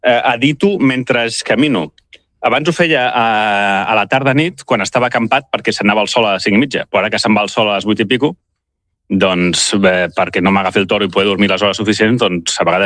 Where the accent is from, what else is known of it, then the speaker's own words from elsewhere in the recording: Esplugues de Llobregat, Catalonia, Spain; also born or lived in Terrassa; jo vaig viure a Terrassa 2 anys, però jo sóc d'Esplugues de la vida, Esplugues de Llobregat.